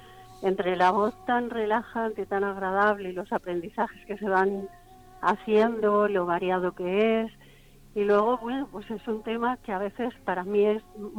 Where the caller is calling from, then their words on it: Madrid, Community of Madrid, Spain; Vivo en Madrid.